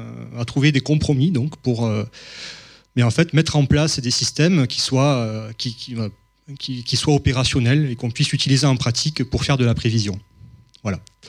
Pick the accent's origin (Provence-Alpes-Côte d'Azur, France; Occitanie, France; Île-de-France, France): Occitanie, France; Montpellier; moved away as an adult; now in Lyon, France; je suis natif de Montpellier. J'ai effectué toutes mes études ici. J'ai même soutenu ma thèse de doctorat ici, sous la direction de Fabien Marsh.